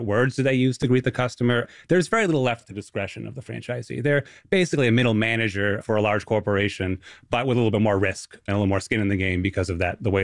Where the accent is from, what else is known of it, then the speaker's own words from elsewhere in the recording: New England, United States; I'm from New England, so Dunkin' Donuts is our big chain.